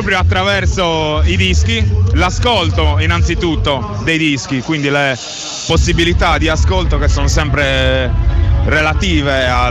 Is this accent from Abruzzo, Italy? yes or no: no; Olbia, Sardinia, Italy; moved away as an adult; now in Sassari, Italy; Io vengo da Olbia, anche se originario i miei sono entrambi di Ittiri, quindi le origini ce le ho lì, però sono cresciuto a Olbia, ora sono anni che vivo a Sassari.